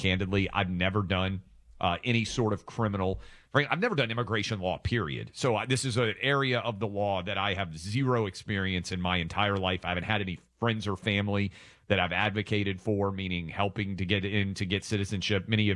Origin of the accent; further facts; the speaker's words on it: Tennessee, United States; Places like my home state of Tennessee are now coming online.